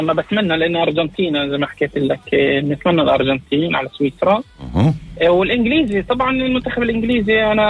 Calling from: Triangle, Israel; من المثلث.

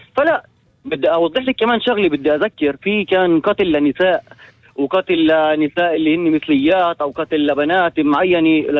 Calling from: the north, Israel; أنا من الشمال، من شي بلد بالشمال،

